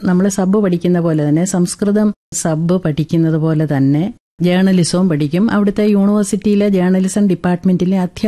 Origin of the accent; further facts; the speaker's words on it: Elangulam, Kerala, India; moved away as an adult; എന്റെ സ്വദേശം കാഞ്ഞിരപ്പള്ളിക്കും പാലായ്ക്കും ഇടയ്ക്കുള്ള ഇളങ്കുളം എന്ന് പറഞ്ഞ സ്ഥലമാണ്. ഞാൻ കാഞ്ഞിരപ്പള്ളി കോളേജിലാണ് പ്രീ ഡിഗ്രി പഠിച്ചത്.